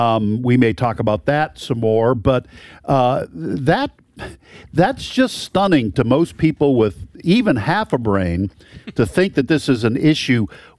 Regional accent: Boston, Massachusetts, United States; I will say this as a Bostonian.

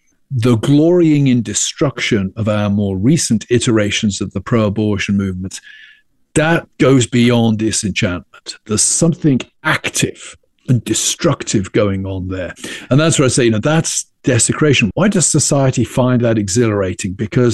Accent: England, United Kingdom; When I was growing up in Europe, the political debates in England were, you know, they're about tax rates

